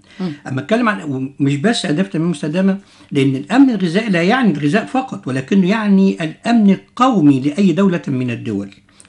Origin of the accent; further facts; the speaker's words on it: Egypt; احنا عندنا في مصر عندنا مشكلة طبعا زيادة سكانية رهيبة